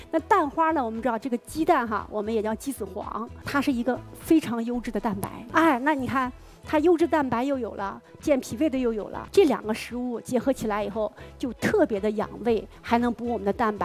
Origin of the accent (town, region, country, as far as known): China